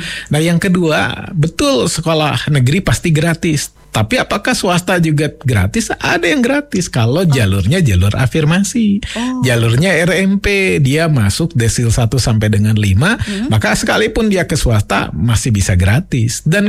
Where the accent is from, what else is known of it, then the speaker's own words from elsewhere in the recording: Bandung, West Java, Indonesia; kami warga Kota Bandung.